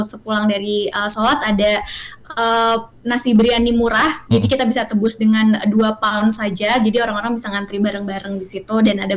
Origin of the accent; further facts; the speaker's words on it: Jakarta, Indonesia; also born or lived in East Java; Saya dari Jawa Timur, tapi kebetulan sudah tinggal di Jakarta dari kecil, Mas.